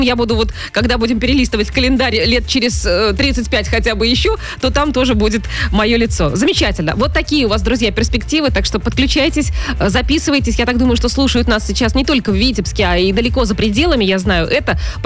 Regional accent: Belarus; мы, белорусы

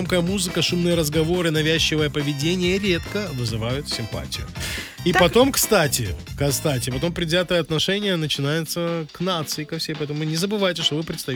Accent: Belarus; наши белорусы тоже очень-очень опрятные и аккуратные

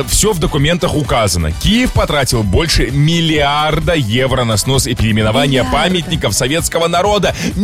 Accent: Belarus; на нашей, конечно же, прекрасной Беларуси.

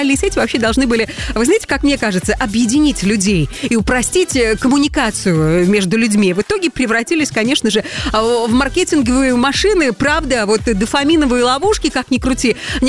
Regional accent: Belarus

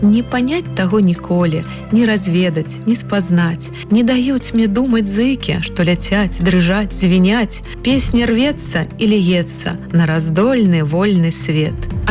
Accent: Mogilev, Mogilev Region, Belarus; я коренная могилевчанка, я люблю наш город, и я очень люблю белорусский язык.

